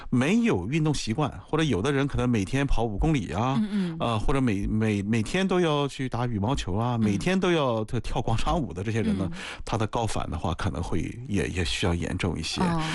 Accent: Dalian, Liaoning, China; 虽然我是东北人，我是大连的，但是我们也很少遇到这种冰雪路面。

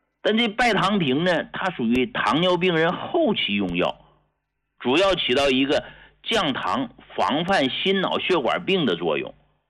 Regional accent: Hegang, Heilongjiang, China; born there; 我到啥时候我都知道我是从农村出来的，对吧？农村老家，我的出生地就是黑龙江鹤岗市

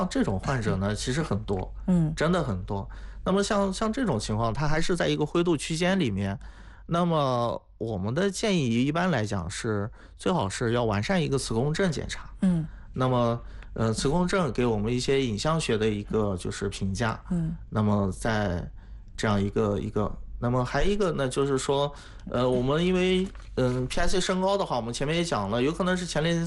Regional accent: Shandong, China; moved away; 就是我们山东老家那边

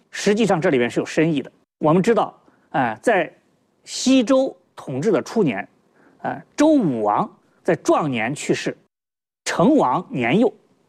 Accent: China

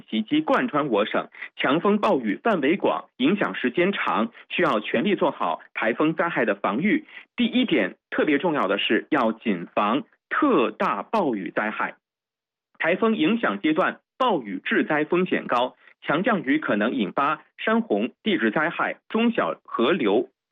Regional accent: Yueqing, Zhejiang, China; now in Hangzhou, China; 因为我的老家在乐清

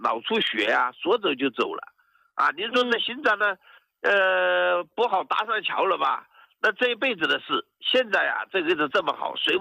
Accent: Beijing, China; 我家是北京的。

